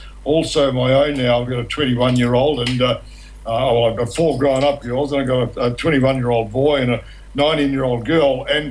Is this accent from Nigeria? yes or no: no; New Zealand; growing up in New Zealand on the dairy farm